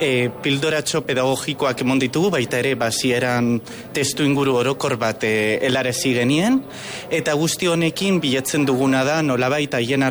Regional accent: Orduña, Basque Country, Spain; Urduñatik gatoz, Bizkaiatik

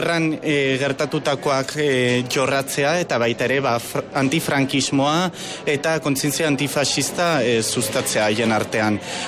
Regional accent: Orduña, Basque Country, Spain; Urduñatik gatoz, Bizkaiatik

